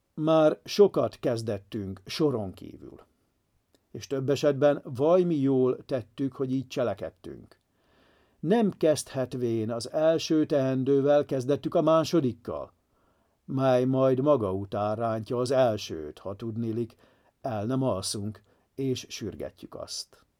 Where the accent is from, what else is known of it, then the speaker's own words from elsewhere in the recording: Hungary; Magyarként kell cselekednünk. Istenhez kiáltunk nemzetünkért, mert történelmünk viharai sok feladatot nem engedtek megoldani korábban.